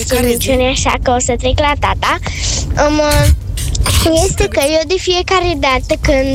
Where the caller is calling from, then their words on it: Bucharest, Romania; din București.